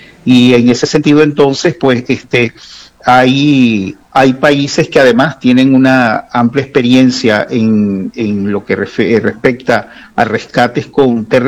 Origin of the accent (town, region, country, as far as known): Venezuela